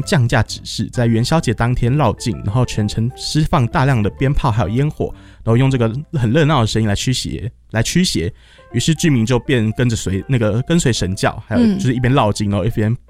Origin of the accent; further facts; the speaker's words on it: Taiwan; 我就是一个台湾人